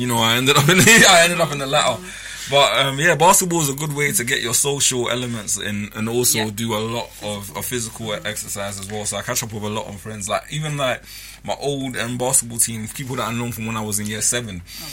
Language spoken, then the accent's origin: English; London, United Kingdom; also born or lived in Haringey; coming up from a lower socioeconomic background, growing up in Hackney, going to school in Haringey, all of my friends coming from tough backgrounds